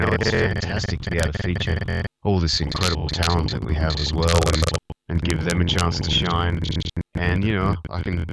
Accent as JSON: {"language": "English", "town": "Adelaide", "region": "South Australia", "country": "Australia", "tie": "born or raised there", "said": "Then my hometown, Adelaide, Governor Hindmarsh on the 28th of November."}